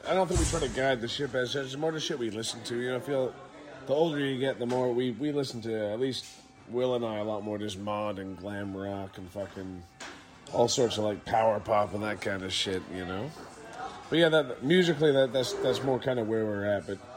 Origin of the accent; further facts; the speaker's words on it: Vancouver, British Columbia, Canada; I'm from Vancouver.